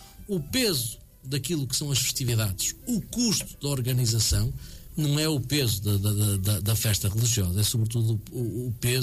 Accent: Bitarães, Norte, Portugal; born or raised there

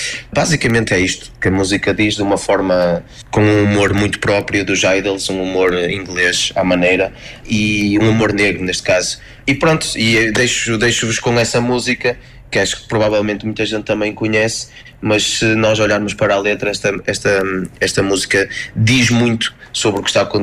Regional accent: Portugal; moved away; eu, enquanto português a viver no estrangeiro

